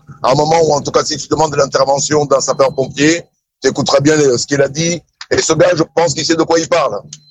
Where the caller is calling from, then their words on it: Toulouse, Occitanie, France; je suis Toulousain